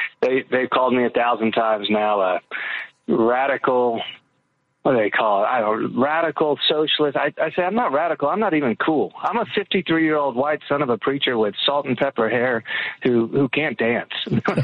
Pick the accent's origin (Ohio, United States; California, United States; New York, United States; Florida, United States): Florida, United States; Miami; Yeah, I grew up in Miami during the Mariel boat lift